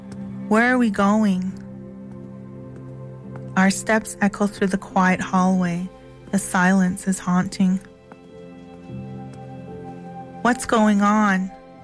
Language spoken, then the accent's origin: English; Alberta, Canada; I am from Ghana, First Nation, Alberta. I am a residential school survivor who attended the St. Mary's Residential School